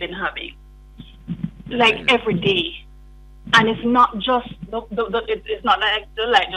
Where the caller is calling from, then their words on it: Portmore, Saint Catherine, Jamaica; So, I am calling from Portmore.